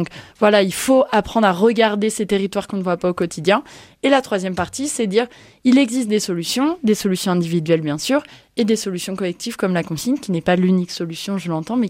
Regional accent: Tours, Centre-Val de Loire, France

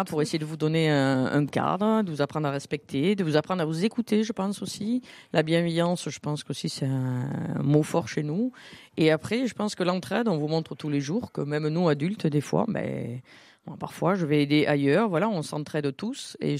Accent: Southern France, France; accent: southern (accent du Sud); Je travaille un peu plus mon anglais, voilà. Alors, ça fait rire tout le monde avec mon petit accent du Sud.

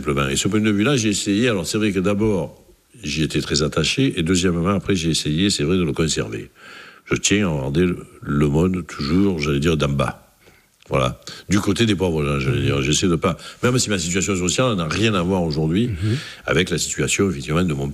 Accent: Marseille, Provence-Alpes-Côte d'Azur, France; Et je n'étais même pas marseillais, j'étais de l'Estaque, hein. Enfin, j'étais de ce quartier-là.

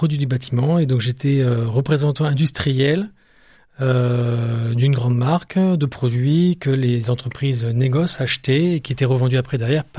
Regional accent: Aix-en-Provence, Provence-Alpes-Côte d'Azur, France; also born or lived in Lille / Marseille; now in Niort, France; Voilà, je suis né à Lille et mes parents ont déménagé à Aix-en-Provence. Et j'ai fait une partie de mes études à Aix-en-Provence et à Marseille

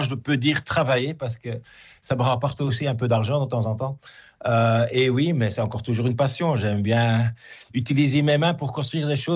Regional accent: Belgium; Je suis belge. Alors ici en Belgique, le surréalisme, c'est quelque chose qui est dans notre ADN.

